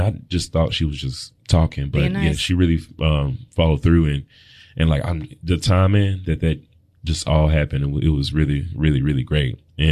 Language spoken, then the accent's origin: English; Tennessee, United States; being that, you know, we're in Tennessee and I grew up in Tennessee, you know, it's a landlocked state